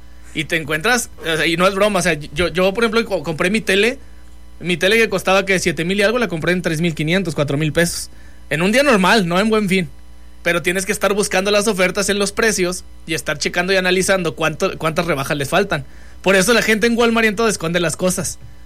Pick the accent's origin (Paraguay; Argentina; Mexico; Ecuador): Mexico; Así somos los mexicanos, así somos.